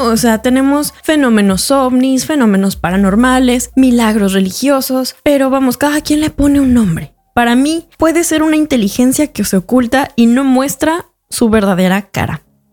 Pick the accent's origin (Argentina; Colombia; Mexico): Mexico; para quienes no me conocen, soy periodista, vengo de México.